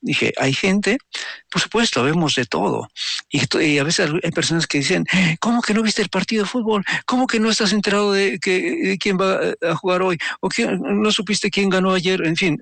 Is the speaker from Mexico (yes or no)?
yes; Mexico; que nos haga ver que somos mexicanos.